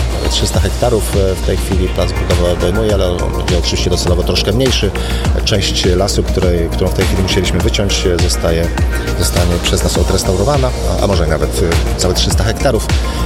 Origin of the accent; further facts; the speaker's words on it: Pomeranian Voivodeship, Poland; jestem Pomorzaninem. Nie urodziłem się w Gdańsku, ale jestem z Pomorza i doceniam walory tej części polskiej.